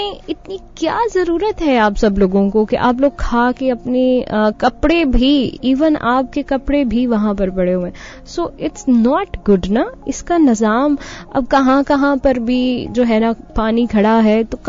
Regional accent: Punjab, India; हमारी नेचर के लिए ये मौसम जो है वो हमारे यहाँ पंजाब में बहुत ही अच्छा है

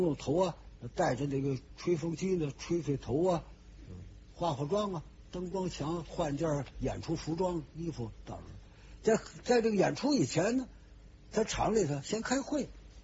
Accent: Beijing, China; now in Tianjin, China; 我在天津这儿50多年了啊，我从北京来天津50多年了

